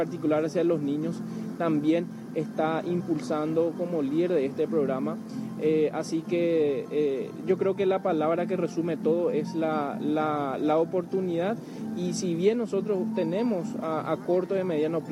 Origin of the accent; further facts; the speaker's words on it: Paraguay; y como paraguayos verdaderamente tenemos que decir de que estamos a la vanguardia en materia de primera infancia.